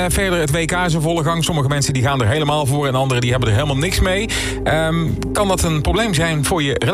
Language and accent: Dutch; North Brabant, Netherlands; Blijkt dat wij als Brabanders niet zo best uit de bus komen.